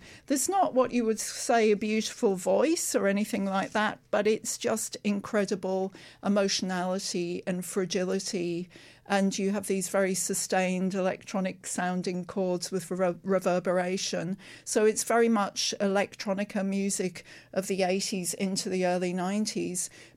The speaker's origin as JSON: {"language": "English", "town": "Durham", "region": "North East England", "country": "United Kingdom", "moved": "yes", "said": "I'm originally from Durham"}